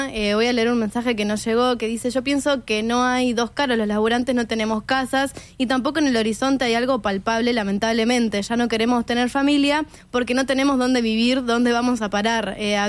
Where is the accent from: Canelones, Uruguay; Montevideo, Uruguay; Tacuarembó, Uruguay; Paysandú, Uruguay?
Montevideo, Uruguay; yo soy de La Teja